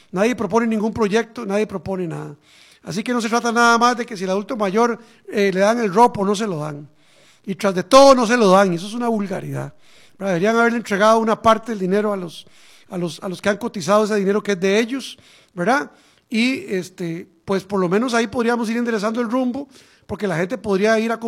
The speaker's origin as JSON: {"language": "Spanish", "country": "Costa Rica"}